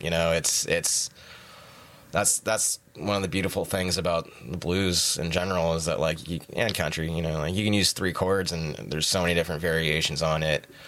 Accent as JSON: {"language": "English", "town": "Santa Rosa", "region": "California", "country": "United States", "tie": "born or raised there", "also_born_or_lived": "San Francisco", "said": "I was born in San Francisco originally, but wow. I grew up most of my life. I lived in Santa Rosa."}